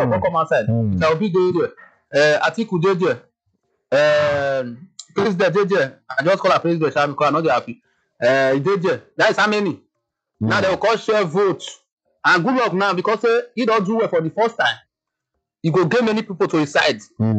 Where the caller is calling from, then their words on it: Ojo, Lagos, Nigeria; I'm calling you from Ojo.